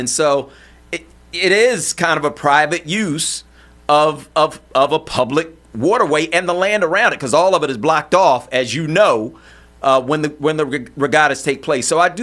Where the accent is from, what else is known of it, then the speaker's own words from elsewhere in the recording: Philadelphia, Pennsylvania, United States; I'm from Philadelphia, have lived here all my life